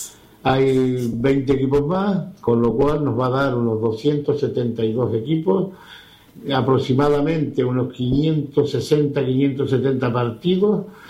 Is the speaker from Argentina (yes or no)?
no; Canary Islands, Spain; y mire que vengo de un sitio de playa, vengo de Canarias, pero con playa como esta pocas he visto, sinceramente lo digo.